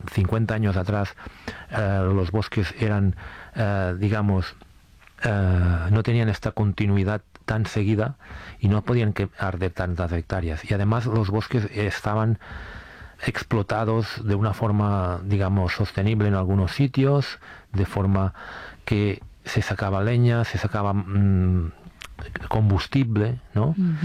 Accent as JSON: {"language": "Spanish", "town": "Sant Sadurní d'Anoia", "region": "Catalonia", "country": "Spain", "said": "Yo, por ejemplo, en mi pueblo, es un pueblo que está rodeado de viñedos, San Sadurní de Noya"}